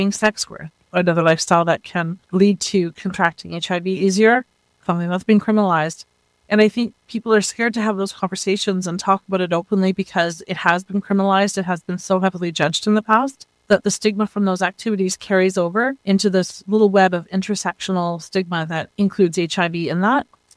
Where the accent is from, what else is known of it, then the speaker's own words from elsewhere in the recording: Mackenzie, British Columbia, Canada; also born or lived in France; now in Prince George, Canada; I'm originally from Mackenzie, which is about 2 hours north of here, in a very small town. So moving to Prince George was the big city life.